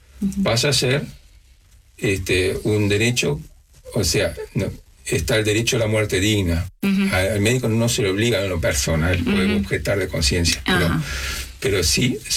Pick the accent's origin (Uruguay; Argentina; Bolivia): Uruguay; born there; Yo quiero decir primero que yo nací en Uruguay.